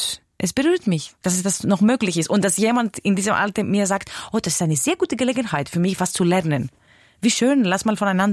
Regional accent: Greece; Ja, ich bin Griechin

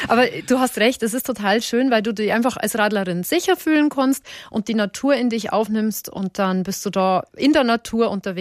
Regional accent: Bavaria, Germany; für mich als Bayerin

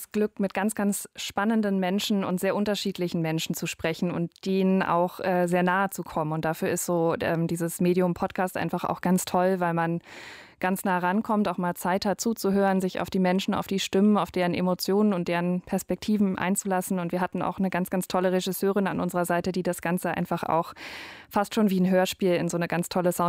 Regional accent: Berlin, Germany; Also ich habe selber keine Einwanderungsgeschichte. Ich bin in Berlin-Neukölln aufgewachsen.

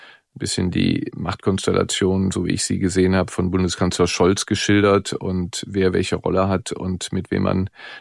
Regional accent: Rhineland, Germany; Nun bin ich Rheinländer und als Rheinländer fällt das einem nicht so schwer.

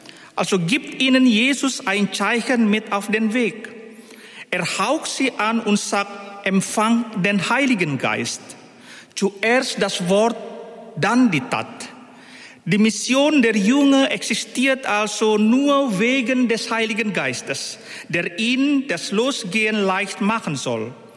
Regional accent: Indonesia; Ich denke an meine eigene Geschichte. Ich bin mit einem Satz aufgewachsen, den viele Menschen in meiner Heimat Indonesien gesagt haben.

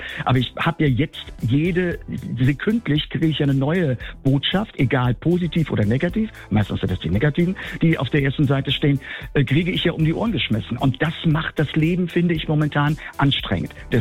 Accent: Koblenz, Rhineland-Palatinate, Germany; ich komme nur aus Koblenz, das ist so Westen, Südwesten in der Ecke.

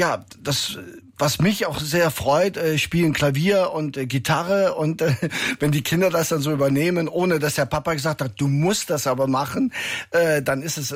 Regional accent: Düren, North Rhine-Westphalia, Germany; accent: Rhineland; moved away; Ich bin geboren in Düren. Das ist in der Nähe von Köln, zwischen Köln und Aachen. Und deshalb, das hört man vielleicht noch am Slang so ein bisschen.

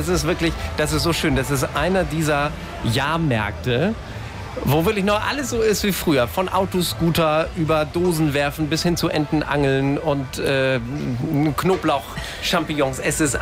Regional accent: Lower Saxony, Germany; born there; Also wir sind aus Ostfriesland da immer hingefahren.

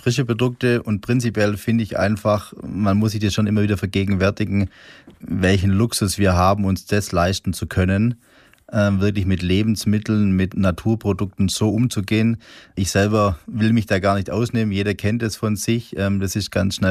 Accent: Swabia, Germany; ich als Unternehmer, als Gastronom und natürlich dann auch vor allem noch als Schwabe

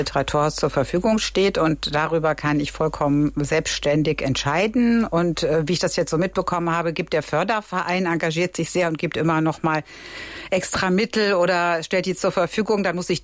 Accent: North Rhine-Westphalia, Germany; zum einen bin ich ein Ost-West-Gewächs, was man vielleicht nicht denkt, wenn ich sage, dass ich aus dem Bergischen Land komme. Mein Vater war ein Republikflüchtling aus Sachsen, ein Sorbe aus der Lausitz

